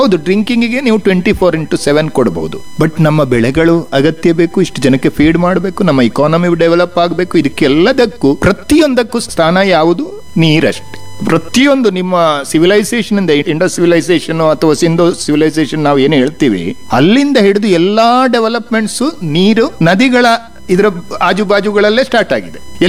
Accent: Kerala, India; now in Belagavi, India; ನಾನು 30 ಇಯರ್ಸ್ ಹಿಂದೆ ಬಂದವ ಬೆಳಗಾಮಿಗೆ, ನಾನು ನಿಜವಾಗಿ ಅಂದ್ರೆ ಬೆಳಗಾಂನೂ ಅಲ್ಲ, ನಾವು ಕೇರಳದವರು. 30 ವರ್ಷಗಳ ಹಿಂದೆ ಮತ್ತು 30-33 ವರ್ಷಗಳ ಹಿಂದೆ ನಾನು ಇಲ್ಲಿಗೆ ಬಂದೆ.

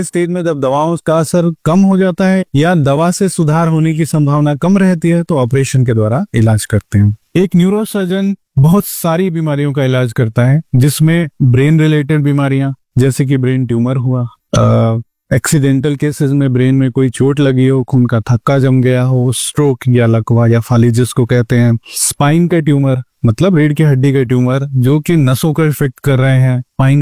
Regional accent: Varanasi, Uttar Pradesh, India; moved away as an adult; now in Gorakhpur, India; मैं बेसिकली बनारस का रहने वाला हूँ

